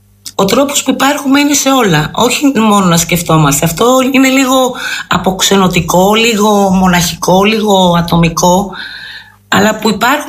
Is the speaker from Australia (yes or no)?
no; Zimbabwe; now in Greece; γεννήθηκα μεγάλωσα στη Νότια Αφρική, πρώην Ροδεσία, είναι Ζιμπάμπουε.